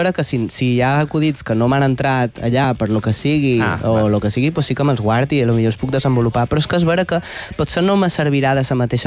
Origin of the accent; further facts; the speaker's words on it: Balearic Islands, Spain; Jo, al final, sóc de Mallorca